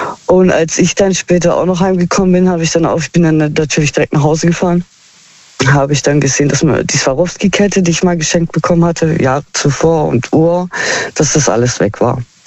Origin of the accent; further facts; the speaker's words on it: Heilbronn, Baden-Württemberg, Germany; Aus Heilbronn.